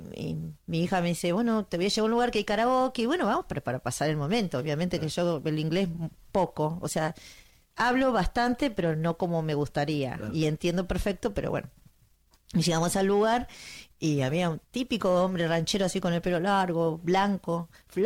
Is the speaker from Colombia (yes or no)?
no; Argentina; soy argentina.